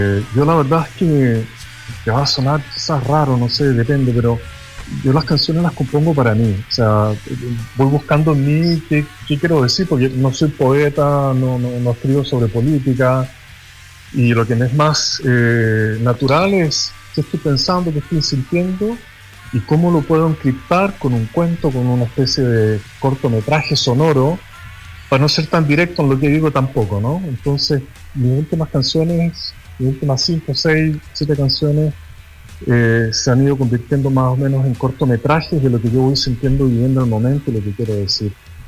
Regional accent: Santiago, Santiago Metropolitan Region, Chile; also born or lived in Paris, France; Y después viví 18 años en Francia, en París. Y entonces si bien yo aprendí música de chico acá en Chile, en Santiago

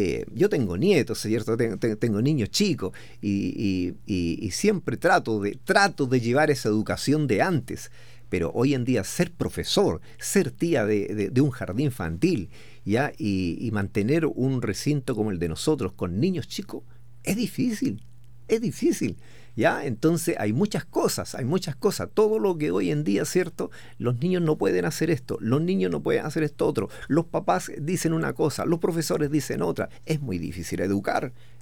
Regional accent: Linares, Maule, Chile; Nosotros somos de Linares, de una ciudad linda, preciosa, ¿ya? Y que cada vez está quedando mejor.

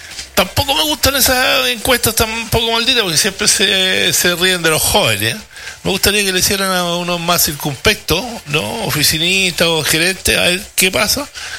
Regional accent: Chile; nuestra desgracia como chilenos.

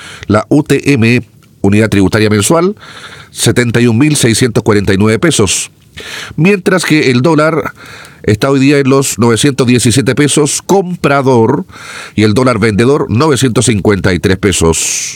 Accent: Chile; nos involucra a todos como chilenos y chilenas.

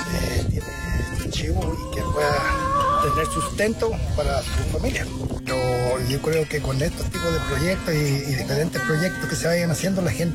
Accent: Aysén, Chile; soy de Baja Ibañez

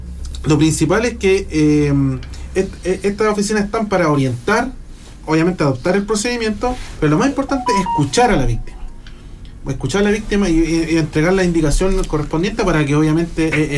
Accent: Chile; como chilenos que queremos celebrar

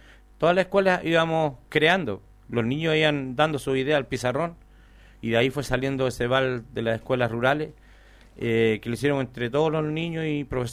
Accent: Los Andes, Valparaíso, Chile; born or raised there; also born or lived in Concepción; now in Calle Larga, Chile

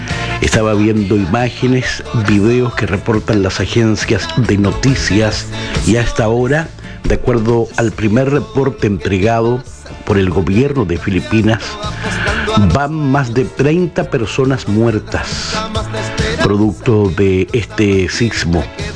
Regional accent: Chile

